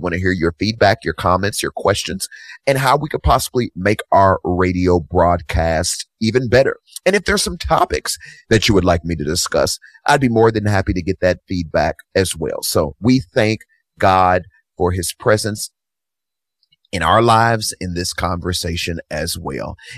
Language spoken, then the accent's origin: English; Kentucky, United States; I'm a Southern guy, born and raised in Kentucky.